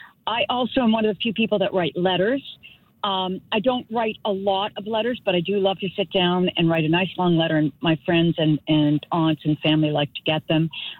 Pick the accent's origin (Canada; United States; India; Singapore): Canada; Lunenburg, Nova Scotia; Yeah, well, I was brought up in Lunenburg, but then I lived outside, and when I got mail delivery, it was a shock. But in Lunenburg, since the 1960s that I grew up